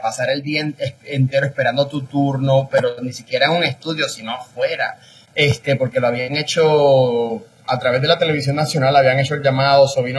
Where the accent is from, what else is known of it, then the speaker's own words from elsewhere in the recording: Vega Alta, Puerto Rico; De hecho, en el musical se menciona mi pueblo natal, Vega Alta, del cual estoy extremadamente orgulloso de haber crecido ahí.